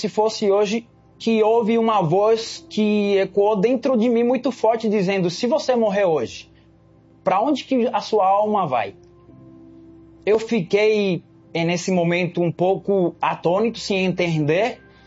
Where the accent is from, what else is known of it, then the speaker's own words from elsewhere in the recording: Cuba; now in Brazil; Eu vim de Cuba, eu sou cubano, nascido em Cuba, então lá é um pouco difícil porque lá a religião é diferente.